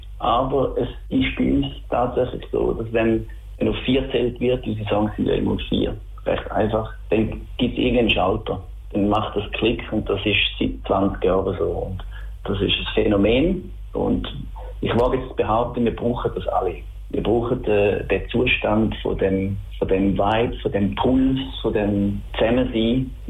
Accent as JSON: {"language": "German", "region": "Schaffhausen", "country": "Switzerland", "tie": "born or raised there", "accent": "Schaffhausen dialect", "moved": "as an adult", "lives_now": "Zurich, Switzerland", "said": "der Bezug auf Schaffhausen ist natürlich da, weil das unsere Kindheit ist, unsere Jugendzeit, wir angefangen haben dort Musik zu machen. Das ist schon ein Stück Heimat."}